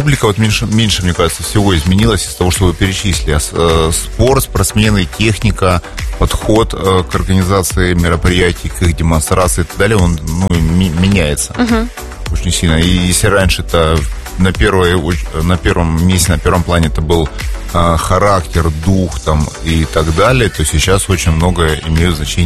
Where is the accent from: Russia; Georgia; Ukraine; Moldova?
Ukraine; Kharkiv, Kharkiv Oblast; я родом из Советского Союза, из Украины, из города Харьков.